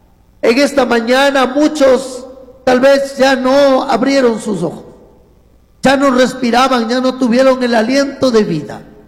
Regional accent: Colta, Chimborazo, Ecuador; now in Cuenca, Ecuador; de La Suay, Cantón Cuenca, en donde Dios me ha permitido servir como pastor. Pero soy de la provincia del Chimborazo, Cantón Colta, Parroquia Santiago de Quito.

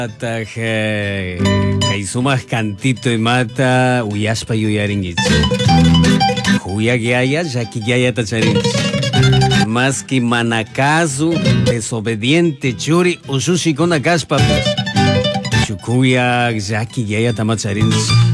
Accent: Ecuador

